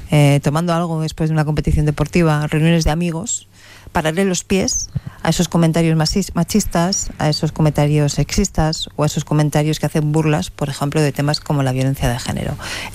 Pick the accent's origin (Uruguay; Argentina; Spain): Spain; Zaragoza, Aragon; now in Madrid, Spain; aunque yo ahora vivo en Madrid, soy de Zaragoza, por lo tanto, estoy prácticamente en casa.